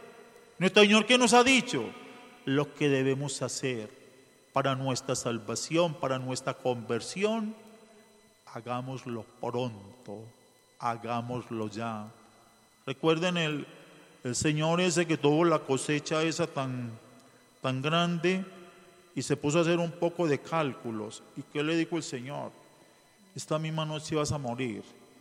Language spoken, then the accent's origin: Spanish; Antioquia, Colombia; como buenos antioqueños dejamos todo para última hora.